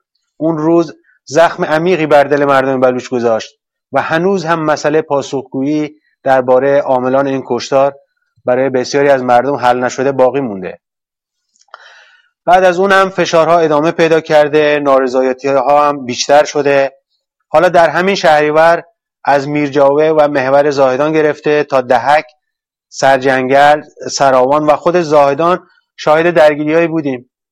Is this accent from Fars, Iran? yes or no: no; Sistan and Baluchestan, Iran; moved away; من خودم بلوچم، اهل همین سرزمینم